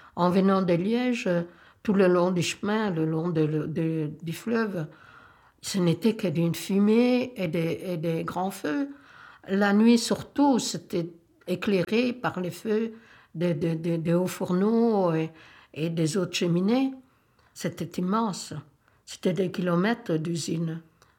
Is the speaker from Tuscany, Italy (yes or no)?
yes; Tuscany, Italy; French is a second language; moved away as an adult; now in Flémalle, Belgium; une commune où j'habite depuis mon arrivée en Belgique. Et je viens de Toscane. Je suis née là-bas et j'habitais là-bas jusqu'à l'âge de 21 ans, lorsque je me suis mariée. Et je suis venue ici parce que mon mari habitait ici.